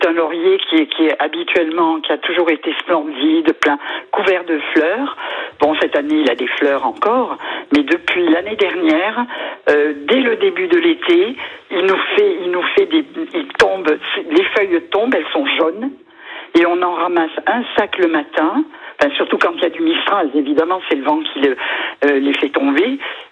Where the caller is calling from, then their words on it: Orange, Provence-Alpes-Côte d'Azur, France; D'Orange.